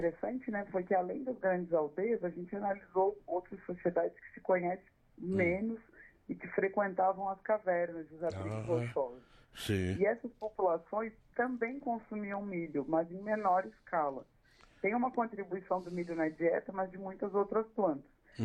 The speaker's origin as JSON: {"language": "Portuguese", "country": "Brazil", "said": "Eu sou brasileira"}